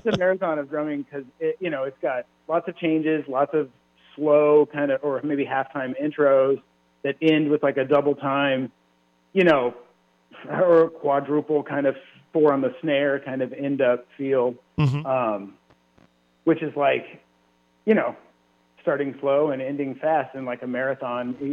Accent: Denver, Colorado, United States; Well, yeah, I'm from Denver, man.

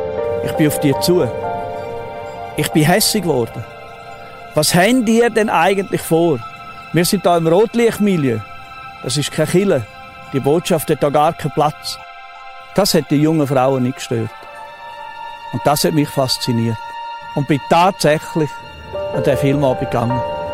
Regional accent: Switzerland; die ich als Schweizer Soldat in der Stube hatte.

